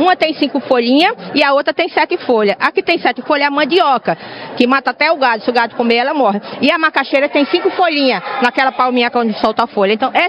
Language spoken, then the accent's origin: Portuguese; Paraíba, Brazil; minha grande Paraíba, minha Paraíba, te amo de verdade, sou nordestina!